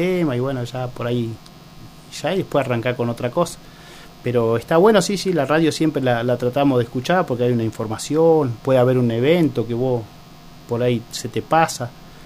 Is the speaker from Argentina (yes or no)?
yes; Argentina